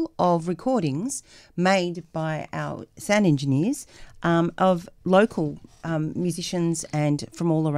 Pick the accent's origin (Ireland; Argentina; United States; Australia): Australia; Albury, New South Wales; I grew up in Albury, Wodonga.